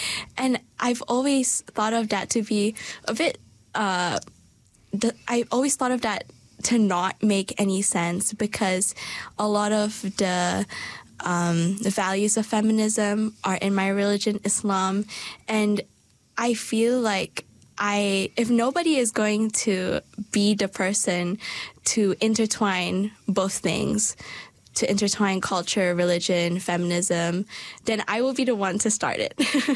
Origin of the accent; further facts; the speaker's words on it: Malaysia; now in Dunedin, New Zealand; I'm 18 years old, and I come from Malaysia, and I go to Otago Girls High School.